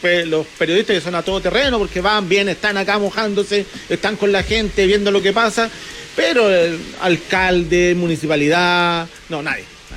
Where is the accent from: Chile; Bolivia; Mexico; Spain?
Chile; Y lo demás ya, como todo chileno... pyme, mi microempresario, dándole todos los días, ¿no?